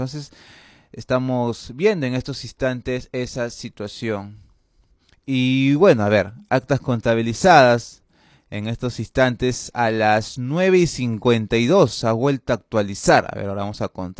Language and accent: Spanish; Peru; todos somos peruanos y peruanas